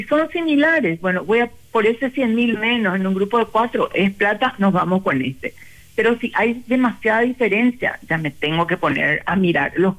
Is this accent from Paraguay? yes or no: yes; Asunción, Paraguay; en Asunción nos conocemos todos